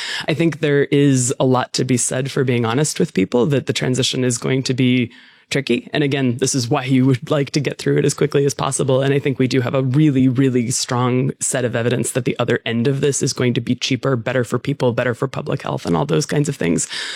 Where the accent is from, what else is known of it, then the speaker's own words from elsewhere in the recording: United States; as an American